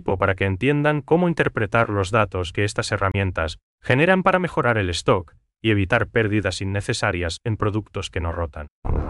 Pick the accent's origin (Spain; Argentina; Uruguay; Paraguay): Paraguay; esa calidez humana que nos caracteriza como paraguayos